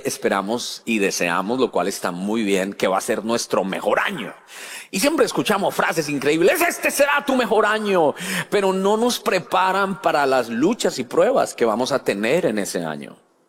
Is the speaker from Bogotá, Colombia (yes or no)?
yes; Bogotá, Colombia; yo soy colombiano, yo sé que a veces suena como mexicano, colombiano, pero soy bogotano